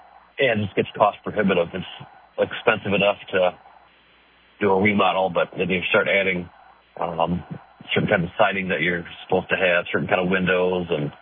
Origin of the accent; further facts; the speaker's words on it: Zeeland, Michigan, United States; when I was a kid growing up in Zeeland, you could take your bike across the business loop, and it wasn't busy, but it wasn't too bad.